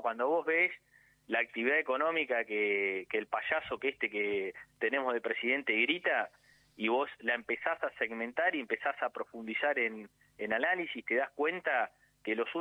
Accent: Argentina; como argentino te indigna

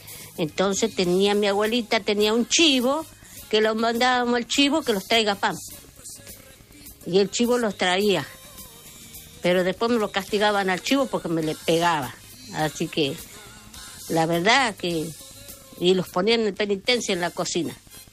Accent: San Fernando del Valle de Catamarca, Catamarca, Argentina; now in Bolívar, Argentina; yo me crié en Catamarca, en San Fernando del Valle Catamarca, en el barrio de La Viñita.

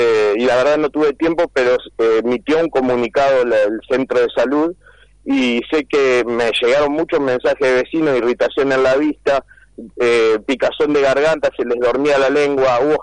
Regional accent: Carlos Keen, Buenos Aires, Argentina; el pueblo donde yo nací, me crié y sigo viviendo

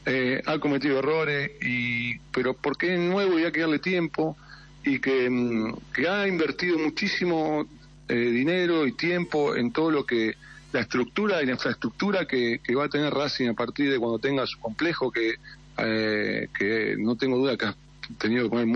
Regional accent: Argentina

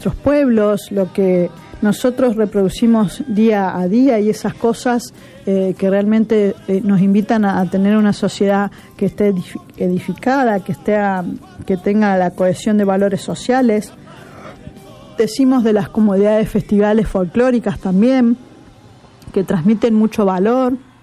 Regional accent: Argentina; nuestro futuro como argentinos y como ciudadanos

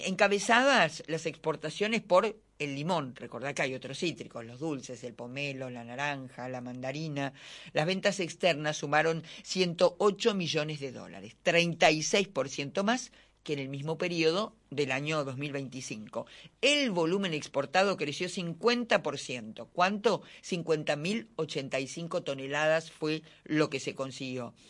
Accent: Gualeguay, Entre Ríos, Argentina; Estamos viajando hacia Nueva Escocia. … de Gualeguay.

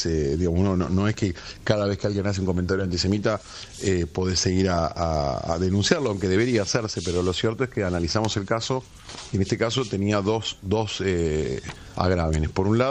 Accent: Argentina; porque somos argentinos judíos. Y no es un tecnicismo menor. O sea, somos una población argentina que defendemos a nuestro país

